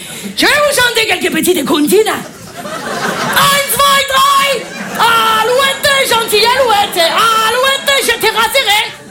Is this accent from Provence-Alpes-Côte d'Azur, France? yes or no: yes; Marseille, Provence-Alpes-Côte d'Azur, France; accent: Marseille; Je m'y connais en accent, hein. Je suis marseillaise.